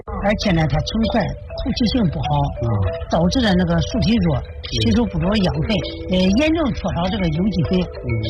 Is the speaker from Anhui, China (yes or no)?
yes; Anhui, China; 晚是咱们是安徽的这个叫晚。它适合我们这个淮北地区。